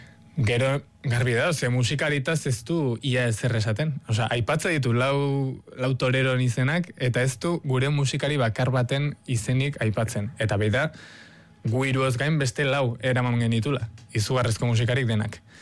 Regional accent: Tolosa, Basque Country, Spain; now in Madrid, Spain; ezingo nuke Madrilen bizi Euskal Herririk gabe, eta ezingo nuke Tolosan egon Madrilik gabe, ere, ni Tolosarra naiz.

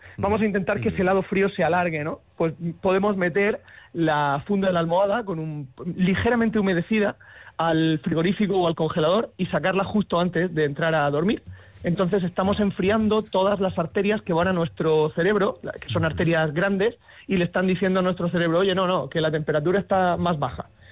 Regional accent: Murcia, Region of Murcia, Spain; also born or lived in San Sebastián; yo soy de Murcia, aquí la cosa es tremenda

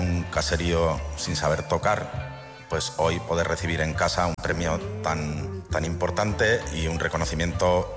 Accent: Bilbao, Basque Country, Spain; como somos de Bilbao, pero del centro-centro

